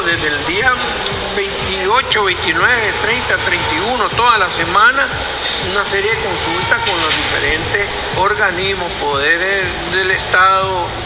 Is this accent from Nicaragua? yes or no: yes; Nicaragua; Somos los nicaragüenses los que vamos a elegir las elecciones